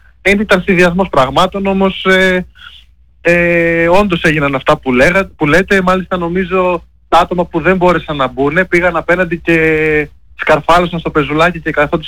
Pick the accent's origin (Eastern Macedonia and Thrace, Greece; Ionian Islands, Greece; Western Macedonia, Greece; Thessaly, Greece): Eastern Macedonia and Thrace, Greece; Kavala; moved away; κατάγομαι από την Καβάλα και ήμουνα στη φάση του να μείνω να φύγω από την Καβάλα.